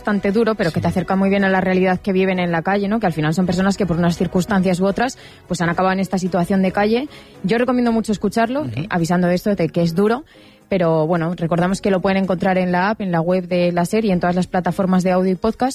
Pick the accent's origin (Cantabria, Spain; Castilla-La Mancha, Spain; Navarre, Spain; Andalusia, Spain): Castilla-La Mancha, Spain; Gabaldón; Gabaldón, en Cuenca está.